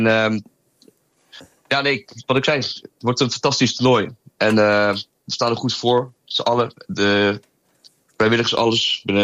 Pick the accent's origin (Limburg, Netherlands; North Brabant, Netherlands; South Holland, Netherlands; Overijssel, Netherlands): South Holland, Netherlands; Rotterdam; also born or lived in Ridderkerk; Ja, ik kom uit Rotterdam. Ik ben geboren in Ridderkerk. En ik in mijn vast leven ben ik eigenlijk altijd in Rotterdam geweest, opgegroeid.